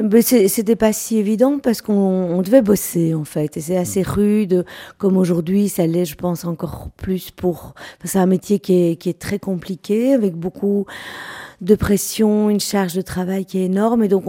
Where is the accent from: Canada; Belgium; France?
Belgium; Charleroi, Wallonia; Roux, en fait, j'ai été élevée à la ferme.